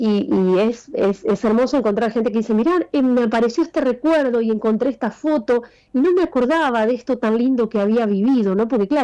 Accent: San Nicolás de los Arroyos, Buenos Aires Province, Argentina; yo soy de San Nicolás, provincia de Buenos Aires

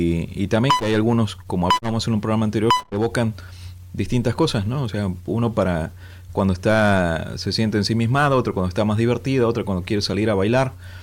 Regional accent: Argentina; now in Tijuana, Mexico; Simplemente por ser argentino

